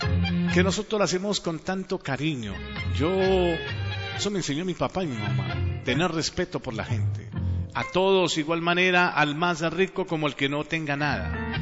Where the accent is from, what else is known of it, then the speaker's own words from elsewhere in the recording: Colombia; born there; yo soy orgullosamente hispano, orgullosamente latino. Orgullosamente hablo este castellano, como dirían oficialmente, pero nosotros decimos español, este español, ¿no? Nací en una tierra maravillosa, en la puerta Suramérica, en Colombia